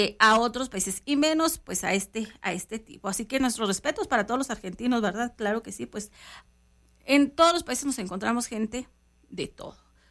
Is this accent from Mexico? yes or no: yes; Mexico